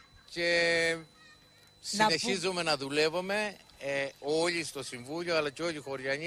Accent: Gergeri, Crete, Greece; σας καλωσορίζω και εγώ στο όμορφο χωριό μας, στο πιο παραδοσιακό και δημιουργικό χωριό.

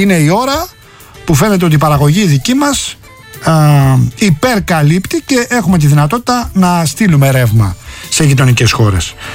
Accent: Rafina, Attica, Greece; born there; στην πατρίδα μου, στη Ραφίνα που είναι καλοκαιρινή.

